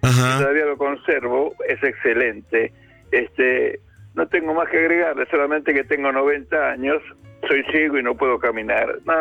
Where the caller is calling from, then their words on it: Buenos Aires, Argentina; soy de Villa Riachuelo.